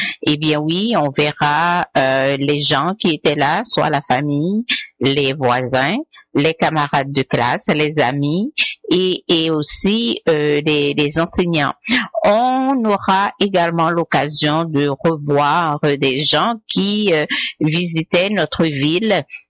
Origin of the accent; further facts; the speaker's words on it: Miragoâne, Nippes, Haiti; je parle pour ma ville natale, Miragoâne, c'est peut-être la même chose pour les autres villes de province